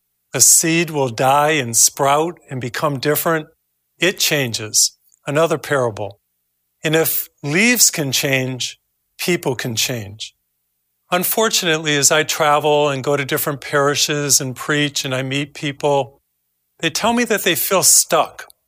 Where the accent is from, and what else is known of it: Massachusetts, United States; born or raised there